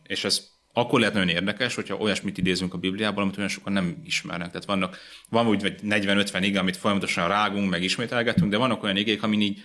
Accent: Galambod, Mureș County, Romania; also born or lived in Cluj-Napoca; de Marosvásárhely mellett a Galambodon, megemlítem Galambodot, mert nagyon kevesen élnek a faluban, úgyhogy halljanak így többen is Galambodról, nagyon szép kis falu. Ott nőttem fel

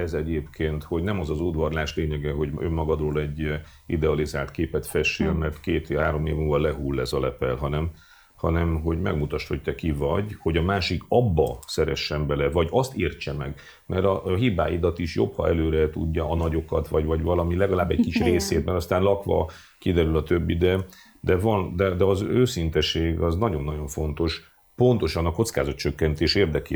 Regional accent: Miercurea Ciuc, Harghita, Romania; moved away as an adult; Én ugye 18 éves koromban eljöttem otthonról, mert Csíkszeredai vagyok, és Csíkszeredában nem volt egyetem

